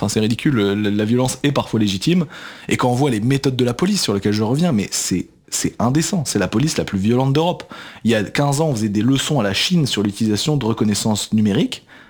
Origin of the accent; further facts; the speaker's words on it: Belgium; now in Paris, France; Vous savez, moi, je suis pas français à la base, je viens de Belgique. Et je suis arrivé à Paris